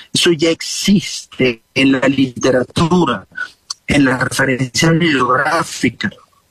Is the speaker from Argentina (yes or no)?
no; Venezuela; evidentemente todos somos médicos venezolanos, certificados, acreditados